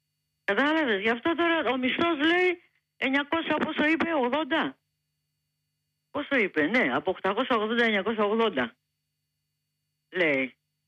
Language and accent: Greek; Athens, Attica, Greece; born there; Γεννήθηκα στο Παγκράτη